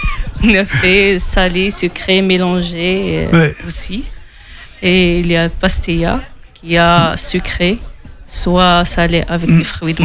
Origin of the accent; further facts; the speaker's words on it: Fès, Fès-Meknès, Morocco; now in France; Oui, je suis marocaine.